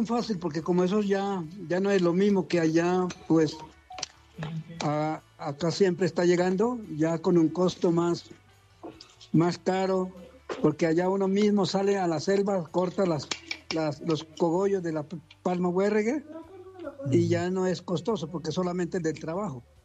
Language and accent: Spanish; Chocó, Colombia; moved away as an adult; now in Bogotá, Colombia; soy de la comunidad de San Antonio de Togromá, del Bajo San Juan. De Cordó, el municipio.